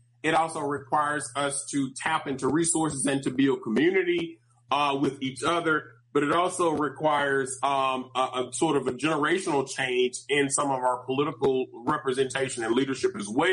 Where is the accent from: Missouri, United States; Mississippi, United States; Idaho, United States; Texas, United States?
Mississippi, United States; Yeah, so I'm from the Mississippi Delta. Like, my grandparents from Wildwood Plantation, and they moved to Itabena when Mississippi Valley State University was founded to secure work